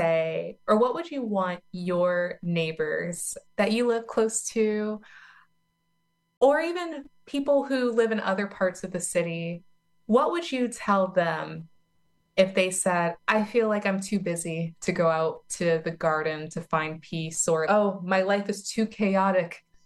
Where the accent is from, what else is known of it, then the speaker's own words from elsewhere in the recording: New York City, New York, United States; I am born and raised in New York City.